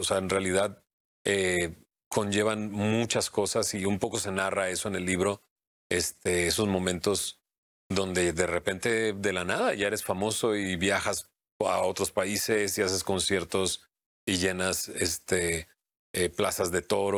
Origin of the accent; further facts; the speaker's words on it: Monterrey, Nuevo León, Mexico; Dos chicos de Monterrey, de donde yo soy